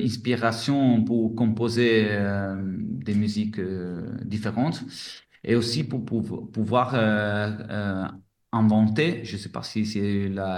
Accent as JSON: {"language": "French", "town": "Cataforio", "region": "Calabria", "country": "Italy", "second_language": "French", "said": "Parce que moi, je suis calabrais, je viens de l'Aspromonte, c'est vraiment Cataforio, c'est un petit village dans le sud d'Italie, dans la pointe de la Botte."}